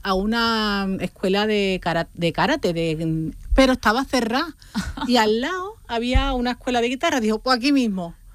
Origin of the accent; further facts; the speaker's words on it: Seville, Andalusia, Spain; Yo soy de Sevilla, pero si no te puedo estar en Sevilla